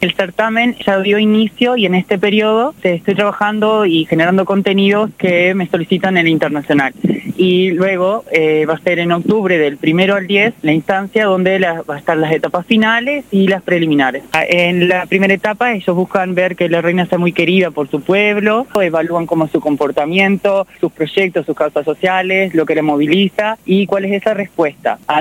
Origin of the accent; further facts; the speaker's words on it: Melo, Cerro Largo, Uruguay; yo soy oriunda de Melo